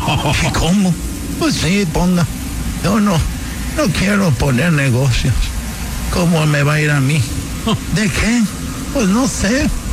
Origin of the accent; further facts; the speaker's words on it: Mexico; Sí, no, soy yo. Yo soy mexicano.